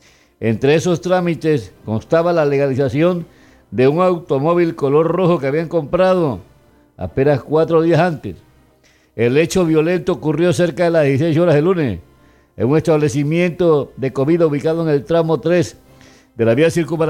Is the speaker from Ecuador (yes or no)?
yes; Manabí, Ecuador; born there; Mi Manabí, donde yo nací